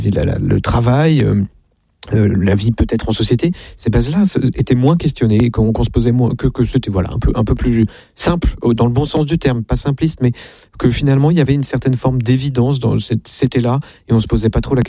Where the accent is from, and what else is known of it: Versailles, Île-de-France, France